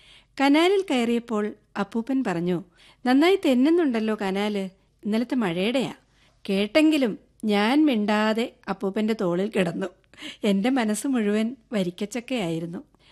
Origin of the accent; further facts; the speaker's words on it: Haripad, Kerala, India; now in Chendamangalam, North Paravur, India; ആലപ്പുഴ ജില്ലയിലെ ഹരിപ്പാടിനടുത്തുള്ള കാഞ്ഞൂരാണ് എന്റെ കൊച്ചു ഗ്രാമം.